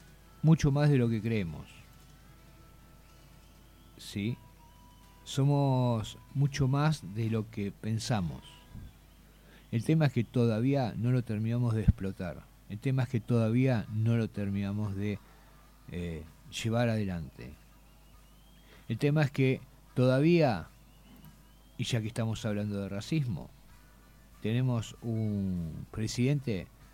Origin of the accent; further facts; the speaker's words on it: Argentina; ¿Qué somos los argentinos? Somos una mierda, pero somos nuestra mierda.